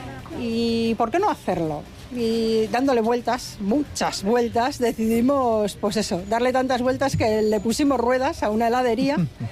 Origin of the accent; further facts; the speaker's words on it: Astigarraga, Basque Country, Spain; nosotros somos de Astigarraga